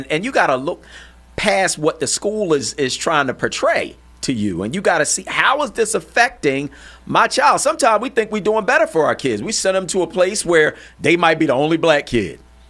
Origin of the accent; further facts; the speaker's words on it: Philadelphia, Pennsylvania, United States; born there; my parents got divorced when I was a teenager. We moved from West Oak Lane to North Philly. And, you know, I learned some things living in North Philly, you know, that I wouldn't have learned in West Oak Lane.